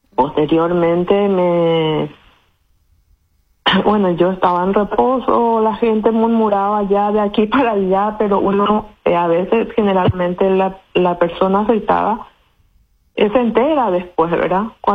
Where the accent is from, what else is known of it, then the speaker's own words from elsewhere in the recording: Carapeguá, Paraguarí, Paraguay; yo soy de Carapeguá en una de las compañías, 21 kilómetros que daba mi casa en aquel entonces de la ciudad.